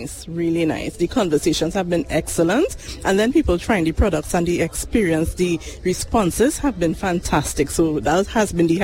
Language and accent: English; Arima, Trinidad & Tobago; We're from Arima.